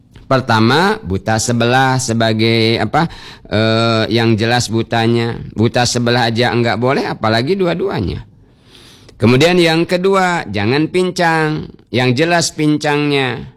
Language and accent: Indonesian; Bangka Belitung Islands, Indonesia; kata kita orang Bangka